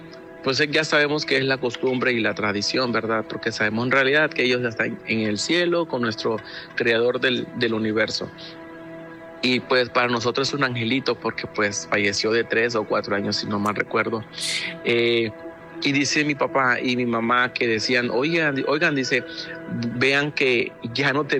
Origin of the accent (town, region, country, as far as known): Tonalá, Chiapas, Mexico; now in Omaha, United States